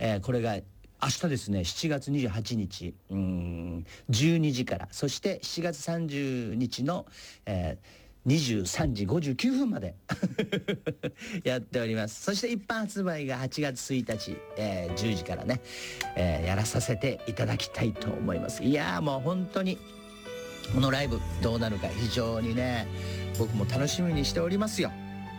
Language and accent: Japanese; Okinawa, Japan; まあ僕はね沖縄出身で、ナンクルナイサーっていうね言葉があります。